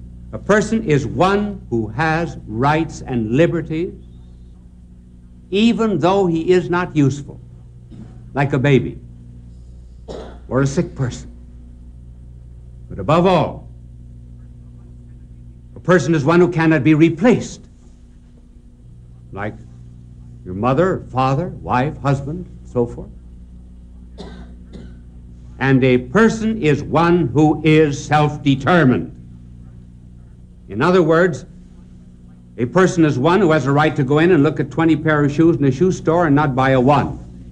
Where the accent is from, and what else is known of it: United States